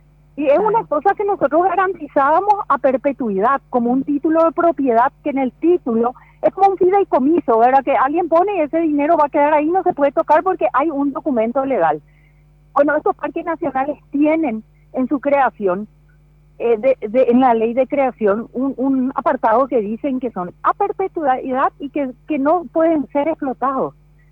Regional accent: Chaco, Paraguay; Yo también soy chaqueña

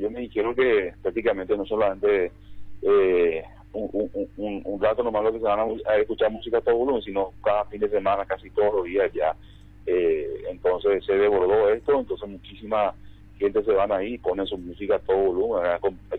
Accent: Paraguay; Nosotros como paraguayos tenemos que ser ejemplo

